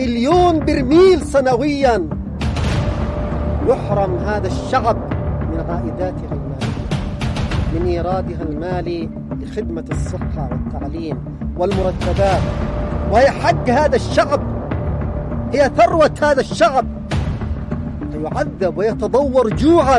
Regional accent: Yemen; على شعبنا اليمني

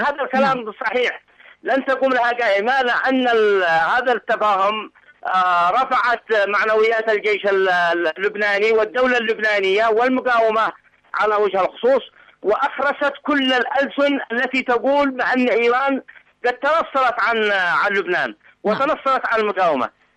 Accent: Yemen; كيمنيين كعرب كمسلمين

